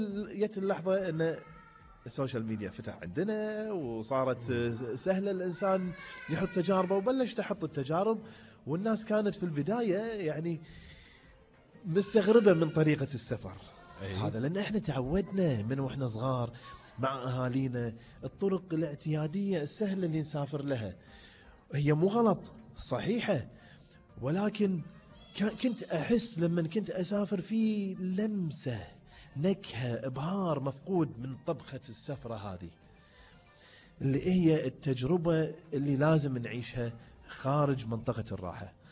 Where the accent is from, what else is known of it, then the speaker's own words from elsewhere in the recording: Kuwait; ونرجع مرة ثانية الكويت ونحوس فيها شوية ونكتشف الأماكن التاريخية والحضارية والسياحية اللي تمتلكها ديرتنا الحبيبة